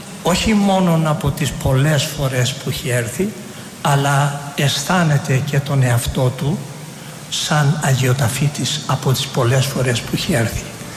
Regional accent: Greece; εμείς σαν Έλληνες είμαι υπερήφανοι

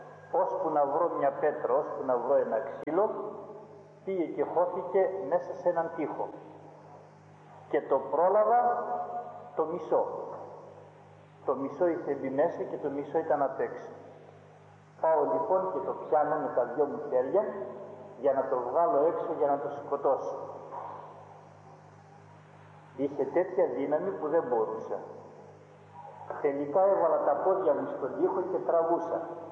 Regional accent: Ioannina, Epirus, Greece; Όταν ήμουν μικρό παιδί στα Γιάννενα

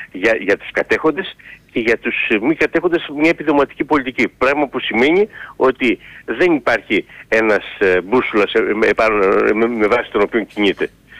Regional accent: Eastern Macedonia and Thrace, Greece; Έτσι λένε και στην πατρίδα μου επάνω στον Εύρο. Αυτό λέμε εμείς, ότι αυτά τα οποία παράγουν, και όχι αυτά τα οποία δεν έχουν τίποτε πάνω.

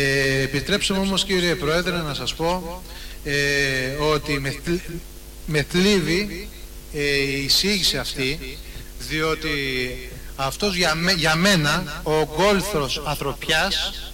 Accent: Ionian Islands, Greece; Και συγχωριανή, είμαι και από την Νικολή.

